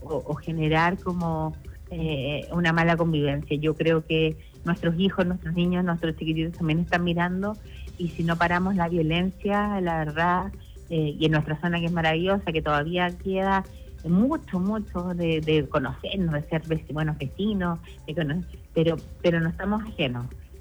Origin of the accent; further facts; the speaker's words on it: Chile; los dos somos chilenos